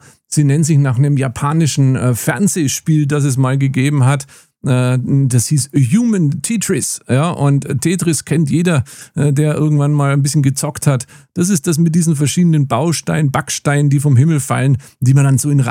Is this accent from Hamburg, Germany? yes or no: no; Nuremberg, Bavaria, Germany; Und am 13.11. ist er in meiner Heimat, und zwar im Hirsch in Nürnberg.